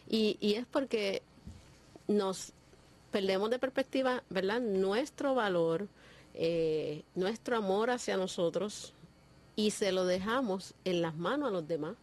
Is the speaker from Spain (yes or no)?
no; Vega Baja, Puerto Rico; Yo soy una mujer humilde, nacida y criada en Vega Baja, que estudió en escuela pública